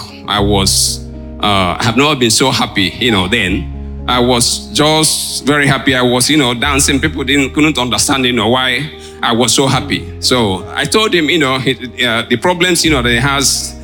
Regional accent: Nigeria; now in Netherlands; I'm a Nigerian, but you know, we live, you know, here in Holland.

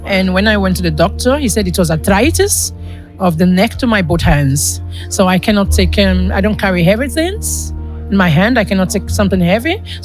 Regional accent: Nigeria; now in Netherlands

